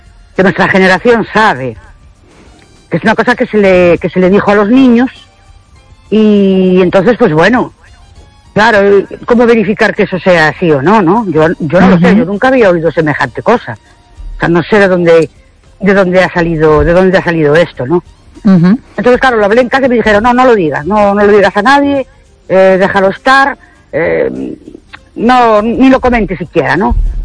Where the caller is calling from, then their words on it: Ourense, Galicia, Spain; Buenas noches, perdón … de Ourense.